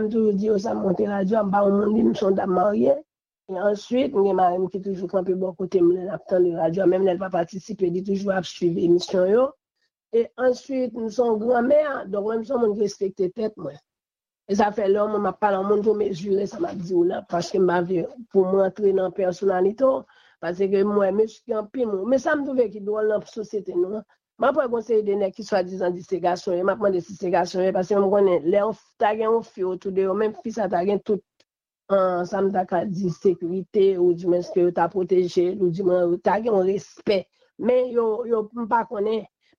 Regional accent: Haiti; Et je ne crois pas que c'est seul président Aristide, en tant que haïtien seulement, que nous gagnons.

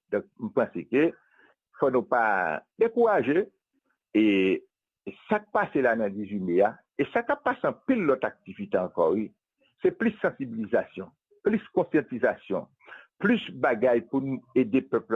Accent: Haiti; Là, on est haïtien, un peu partout, à travers diaspora, République dominicaine, Chili, Brésil, Mexique, États-Unis, Canada, la France même.

